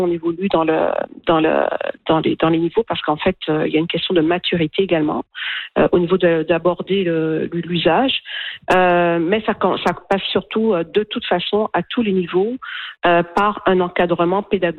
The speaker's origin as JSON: {"language": "French", "region": "Quebec", "country": "Canada", "said": "moi je viens du Québec"}